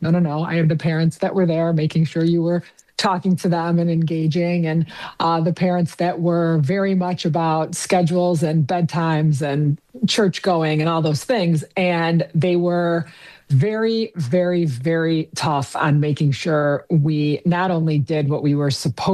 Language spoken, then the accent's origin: English; Wheaton, Illinois, United States; I was born in Wheaton, actually Winfield, Illinois is where the hospital was, but we lived in Wheaton, Illinois, which is actually right by Sandra Smith.